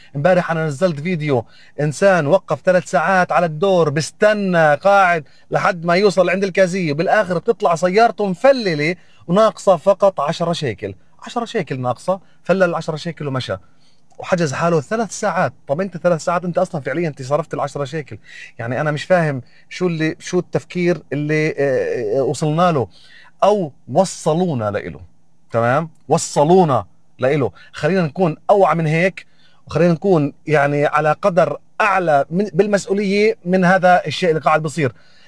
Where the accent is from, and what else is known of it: West Bank, Palestine